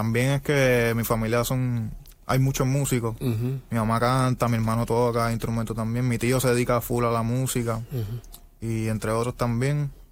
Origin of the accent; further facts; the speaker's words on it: Ponce, Puerto Rico; Bueno, pues yo vengo del sur, yo soy de Ponce, crecí en Ponce, también asistí a la escuela, el Instituto Juan Morel Campo.